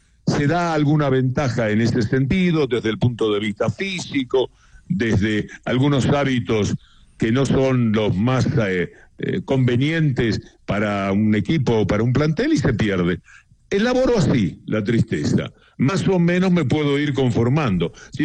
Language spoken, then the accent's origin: Spanish; Uruguay; now in Argentina; Yo, en tanto argentino, soy uruguayo, pero en tanto argentino me planteo inmediatamente qué es lo que ha pasado.